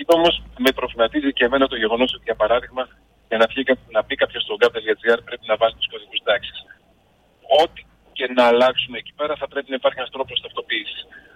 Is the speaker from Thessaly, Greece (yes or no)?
yes; Trikala, Thessaly, Greece; γεννημένος και μεγαλωμένος στα Τρίκαλα